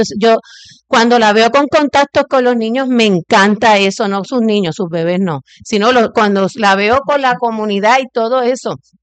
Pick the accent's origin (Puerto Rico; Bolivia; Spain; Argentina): Puerto Rico; Ponce; born there; incluso ya se crió donde yo nací en Ponce y todo